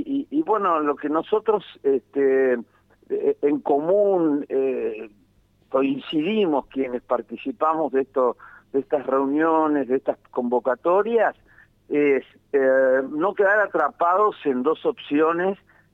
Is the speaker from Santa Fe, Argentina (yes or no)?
yes; Santa Fe, Argentina; Si vos me preguntás a mí como santafesino